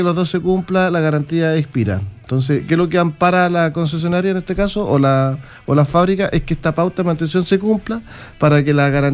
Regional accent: Santiago, Santiago Metropolitan Region, Chile; Yo soy de Santiago.

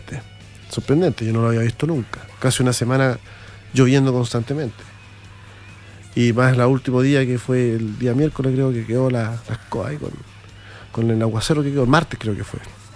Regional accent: Santiago, Santiago Metropolitan Region, Chile; now in Iquique, Chile; Yo llevo muchos años en Iquique, yo lo recuerdo, soy de Santiago, llevo alrededor de 32 años acá en esta ciudad, yo soy iquiqueño ya casi.

